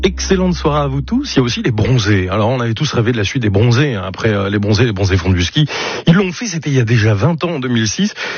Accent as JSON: {"language": "French", "town": "Clermont-Ferrand", "region": "Auvergne-Rhône-Alpes", "country": "France", "said": "Moi, je suis auvergnat. Alors, avec Clermont-Ferrand, on dit la place de Jade."}